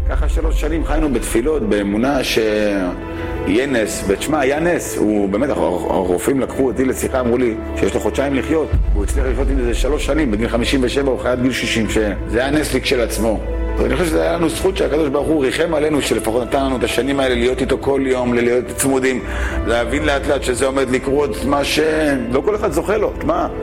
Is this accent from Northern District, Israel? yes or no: no; Tel Aviv, Tel Aviv District, Israel; גדלתי בבית מרובה ילדים, בתל אביב.